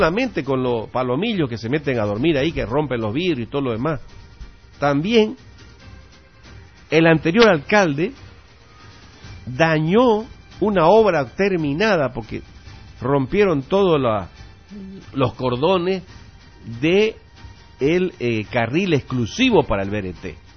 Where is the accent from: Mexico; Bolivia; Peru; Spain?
Bolivia; Santa Cruz; nosotros los cruceños